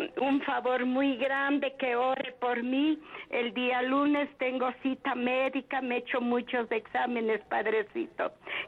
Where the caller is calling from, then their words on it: Quito, Pichincha, Ecuador; De aquí de Quito, soy la amiga, la más viejita de viajes con usted.